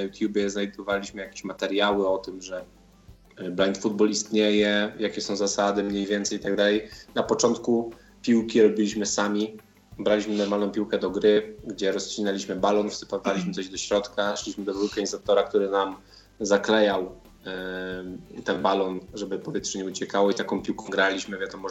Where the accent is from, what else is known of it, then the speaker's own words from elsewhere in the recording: Czechowice-Dziedzice, Silesian Voivodeship, Poland; Pochodzę z Czechowic-Dziedzic, czyli to jest 90 km od Krakowa.